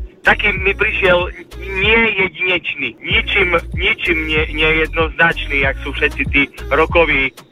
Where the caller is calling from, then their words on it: Drienov, Prešov Region, Slovakia; obec Drienov, to je Prešovec.